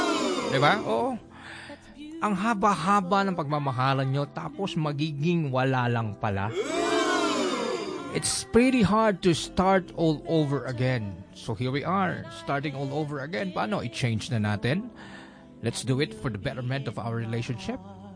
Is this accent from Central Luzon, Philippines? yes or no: no; Duero, Central Visayas, Philippines; Yan yung mga nami-miss ko dyan, eh. Oo. Pag wala ako sa amin sa Duero, pag nandito ako.